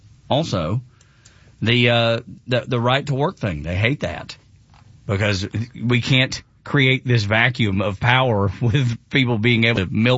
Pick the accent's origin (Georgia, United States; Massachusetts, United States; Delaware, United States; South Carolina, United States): Georgia, United States; I grew up on the Tennessee line. I mean, I was closer to, you know, Chattanooga, way closer to Chattanooga. 20 minutes than I was Atlanta, you know, an hour and 15.